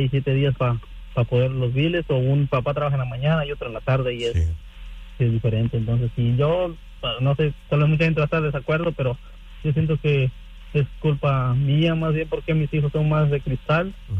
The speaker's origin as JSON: {"language": "Spanish", "country": "Mexico", "lives_now": "United States", "said": "Porque haz de cuenta que yo soy de México y en México es otro rollo"}